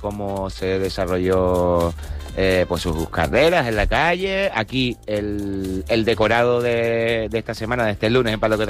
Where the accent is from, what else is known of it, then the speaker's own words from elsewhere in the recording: Canary Islands, Spain; Mayor ya, soy un cantautor canario